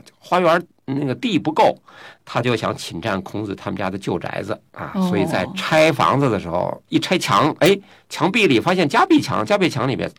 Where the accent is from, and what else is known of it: China